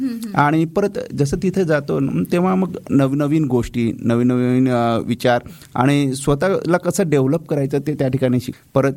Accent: Jalgaon, Maharashtra, India; माझं बालपण इथं जळगावमध्ये झालेलं आहे.

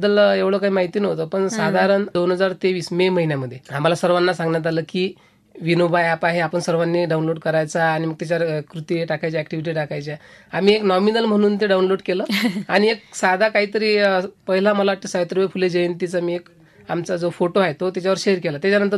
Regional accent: Akola district, Maharashtra, India; moved away as an adult; now in Nandgaon, India; मी तसा मूळचा अकोला जिल्ह्याचा.

